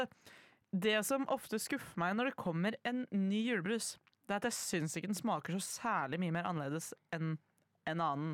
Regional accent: Innlandet, Norway; Jeg er fra Innlandet da, hvor det er veldig vanlig å like den Lillehammer julebrusen.

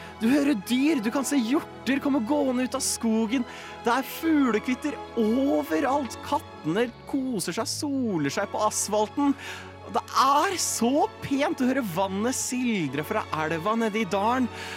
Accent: Nittedal, Akershus, Norway; moved away; Jeg var hjemme i Nittedal, der hvor jeg har vokst opp

